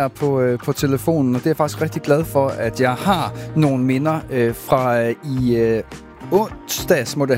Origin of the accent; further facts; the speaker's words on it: Vrå, North Denmark Region, Denmark; så kørte de nordpå igennem min hjemby i Vrå i det nordlige Vendsyssel.